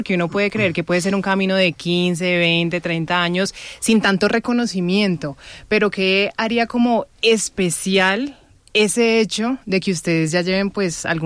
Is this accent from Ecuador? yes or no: no; Cali, Valle del Cauca, Colombia; Yo soy caleña